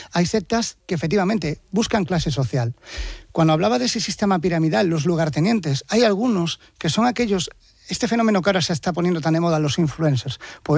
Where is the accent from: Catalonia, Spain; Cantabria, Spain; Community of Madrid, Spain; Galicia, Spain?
Galicia, Spain; Vigo; yo soy de Vigo.